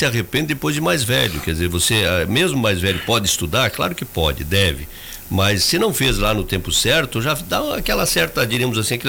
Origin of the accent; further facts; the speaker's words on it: Campos Novos, Santa Catarina, Brazil; born there; Eu nasci em Campos Novos, lembro, no meio oeste de Santa Catarina, uma pequena cidade, que hoje é média, que é Campos Novos.